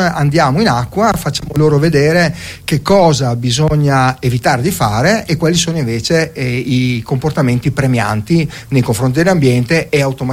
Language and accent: Italian; Trieste, Friuli-Venezia Giulia, Italy